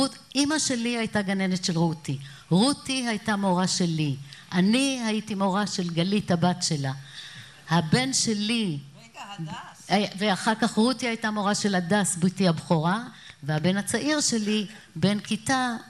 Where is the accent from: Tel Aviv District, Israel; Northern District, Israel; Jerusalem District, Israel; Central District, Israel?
Northern District, Israel; Rosh Pinna; born or raised there